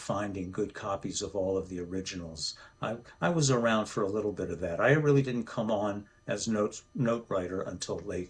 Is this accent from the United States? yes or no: yes; Maryland, United States; also born or lived in New Orleans; DC, where we are both from originally, Maryland, really, suburban Maryland.